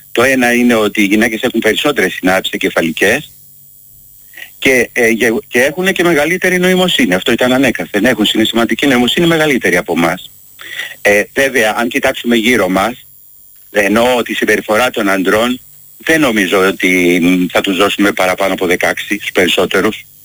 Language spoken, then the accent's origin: Greek; Greece; γιατί είμαστε Έλληνες καταρχήν.